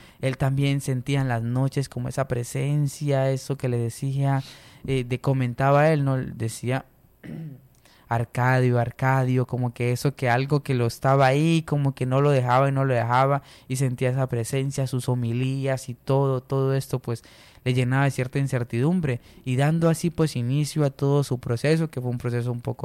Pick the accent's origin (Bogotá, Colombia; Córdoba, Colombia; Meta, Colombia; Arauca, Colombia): Arauca, Colombia; Fortul; frente al parque de mi pueblo